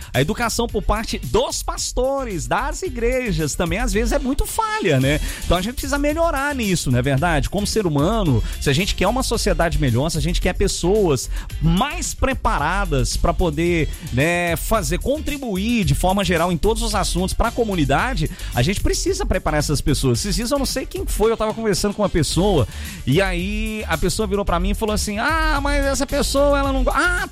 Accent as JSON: {"language": "Portuguese", "area": "Paracatu", "region": "Minas Gerais", "country": "Brazil"}